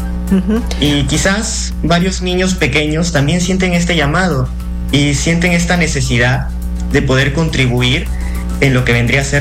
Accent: Chiclayo, Lambayeque, Peru; los chiclayanos estamos muy felices de saber que el Papa León 14 va a regresar aquí a Chiclayo

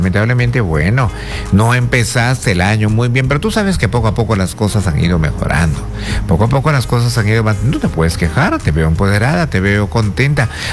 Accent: Tumbes, Peru; moved away; Saludos, Tumbes, mi tierra, el norte del Perú.

